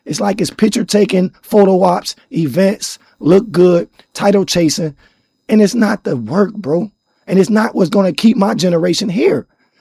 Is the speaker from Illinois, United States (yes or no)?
yes; Chicago, Illinois, United States; You know, I'm from Chicago, man. You know, 2 weeks ago was Labor Day weekend for us.